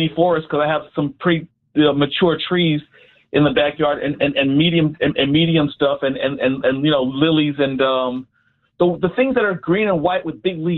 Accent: Chicago, Illinois, United States; I was born and raised in Chicago on 87th Street

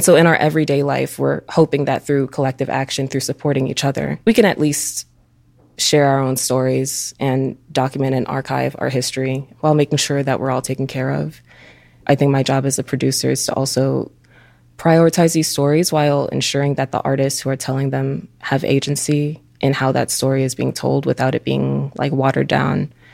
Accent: Oak Park, Illinois, United States; now in Chicago, United States; I grew up in Oak Park. Right now I'm living in Rogers Park, and I've been in Chicago for the past 4 years.

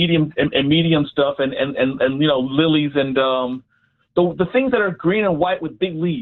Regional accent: Chicago, Illinois, United States; I was born and raised in Chicago on 87th Street, and when it would rain, water would go into the basement.

